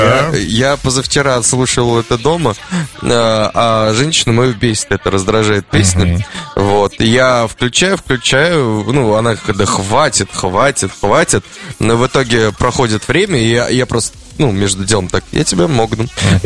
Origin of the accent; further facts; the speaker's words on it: Opochka, Pskov Oblast, Russia; Откуда? Я из Опочек.